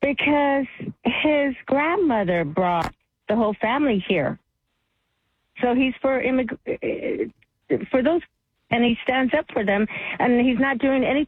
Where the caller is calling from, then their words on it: San Antonio, Texas, United States; I'm from San Antonio